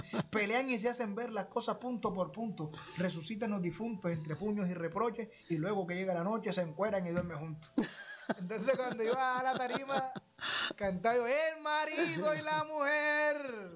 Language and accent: Spanish; Colombia; moved away as an adult; retorno al festival acá a mi pueblo, Valle Herrada.